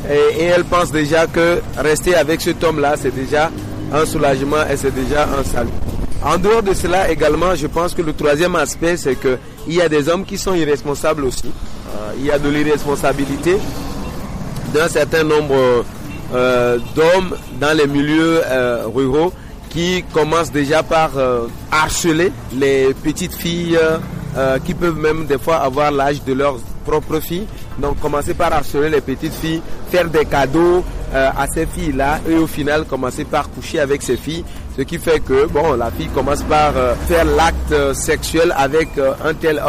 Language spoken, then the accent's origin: French; Kouvé, Maritime, Togo; moi je viens de Couvé